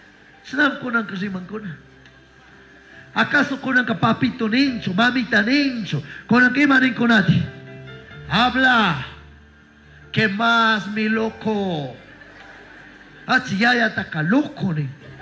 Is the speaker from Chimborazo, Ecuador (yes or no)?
yes; Santiago de Quito parish, Chimborazo, Ecuador; Yo soy de la parroquia Santiago de Quito.